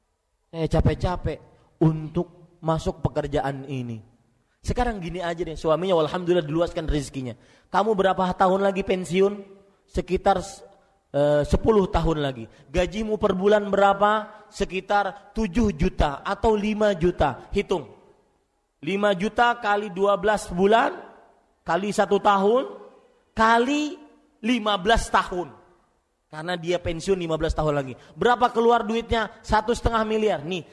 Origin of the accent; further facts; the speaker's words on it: Banjarmasin, South Kalimantan, Indonesia; di Banjarmasin, kota saya